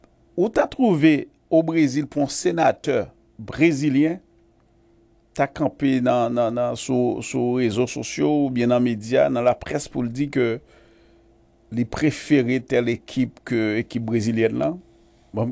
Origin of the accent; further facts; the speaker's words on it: Haiti; C'est comme si on est haïtien, mais on n'est pas fier d'être haïtien.